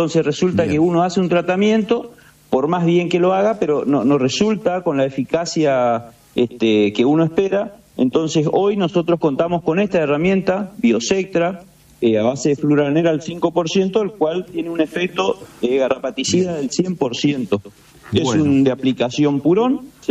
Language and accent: Spanish; Corrientes, Argentina; Soy de Corrientes, yo soy de Corrientes, acá estamos en Corrientes